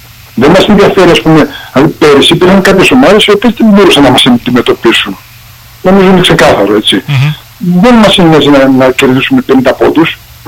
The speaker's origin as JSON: {"language": "Greek", "town": "Karditsa", "region": "Thessaly", "country": "Greece", "tie": "born or raised there", "said": "εμείς ας πούμε που μεγαλώσαμε στην Καρδίτσα"}